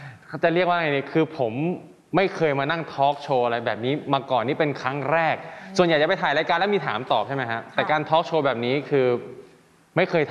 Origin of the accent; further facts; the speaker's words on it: Isan, Thailand; เราเป็นคนอีสานเราก็พูดอีสานไปเลย